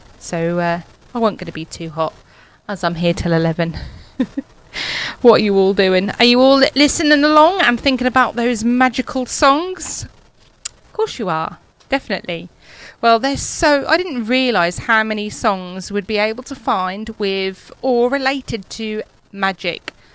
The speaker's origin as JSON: {"language": "English", "country": "United Kingdom", "said": "Yes, I think we are typically British, aren't we?"}